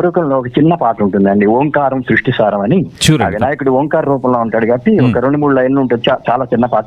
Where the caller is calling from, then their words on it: Hyderabad, Telangana, India; నేను హైదరాబాద్ నుంచి